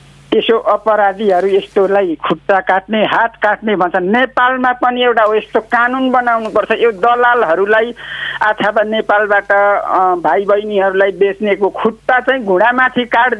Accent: Ilam, Koshi Province, Nepal

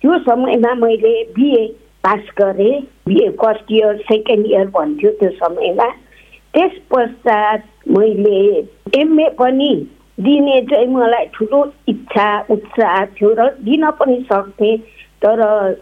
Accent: Manebhanjang, West Bengal, India; born there; मेरो जन्म चाहिँ खास भन्नु पर्दा दार्जिलिङको माने भन्ज्याङमा 2019 सालमा भएको थियो।

